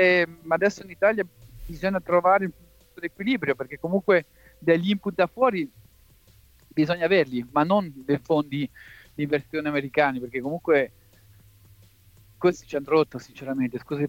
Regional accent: Geneva, Switzerland; Perché io ricordo che comunque io sono cresciuto a Ginevra, quando c'erano le partite tra italiani e francesi

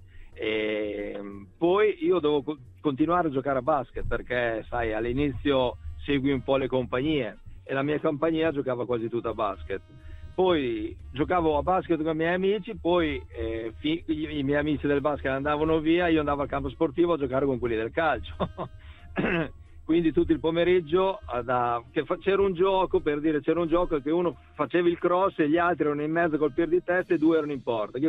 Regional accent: Crespellano, Emilia-Romagna, Italy; del mio paese, di Crespellano, che era appunto la società, il paese dove cui vivevo

